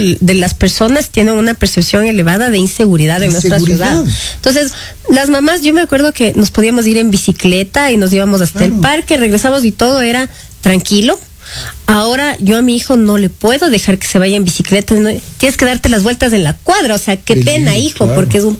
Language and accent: Spanish; Quito, Pichincha, Ecuador; nosotros como quiteños